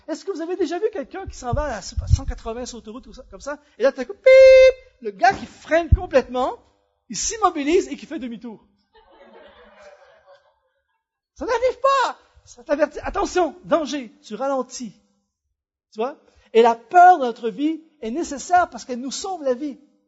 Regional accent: Canada; Chez nous, au Canada, il y a plein de gens qui ont peur des araignées.

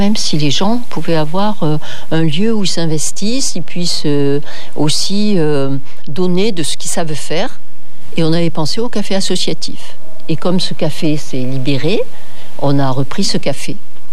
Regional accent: Occitanie, France; moved away as an adult; also born or lived in Paris region; on est revenu. Dans ma région d'origine, dans les Cévennes.

